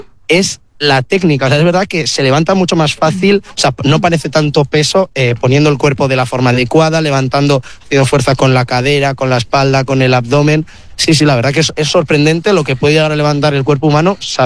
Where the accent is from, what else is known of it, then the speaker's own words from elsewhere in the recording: Bilbao, Basque Country, Spain; yo soy de Bilbao, muy de Bilbao